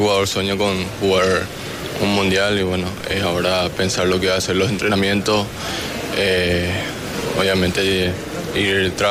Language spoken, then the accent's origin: Spanish; Paraguay; now in Europe; estar acá en mi país, en nuestro país.